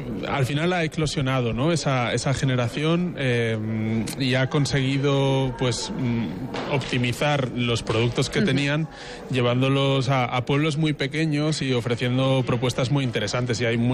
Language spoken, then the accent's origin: Spanish; Huesca, Aragon, Spain; born there